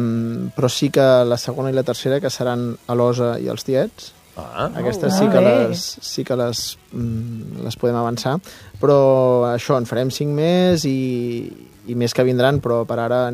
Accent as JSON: {"language": "Catalan", "town": "Sant Feliu de Llobregat", "region": "Catalonia", "country": "Spain", "said": "nosaltres som de Sant Feliu de Llobregat i som amics de tota la vida"}